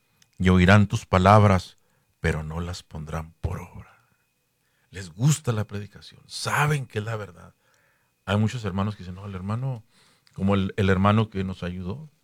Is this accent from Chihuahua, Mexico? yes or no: yes; Ciudad Juárez, Chihuahua, Mexico; Tú ni siquiera eres de Chihuahua, le dije. Ni siquiera menos de Juárez, le dije. Y yo que soy de Juárez, ¿me quieres prohibir entrar a Juárez nomás?